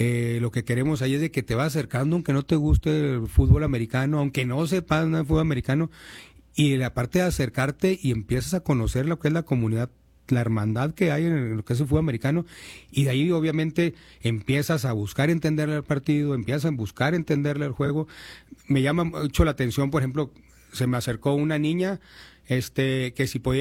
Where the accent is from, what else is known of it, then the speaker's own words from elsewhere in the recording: Chihuahua, Mexico; nosotros somos ahí chihuahuenses